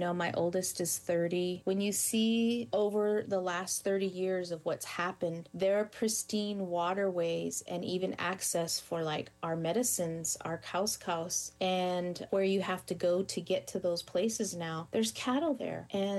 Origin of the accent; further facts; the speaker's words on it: United States; for us as Indian people, you had to think about, you know, what does resiliency mean for us?